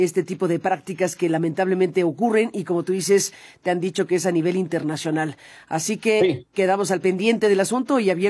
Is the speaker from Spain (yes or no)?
no; Mexico; yo tengo doble nacionalidad, yo soy mexicana y española, entonces tengo que ir a España.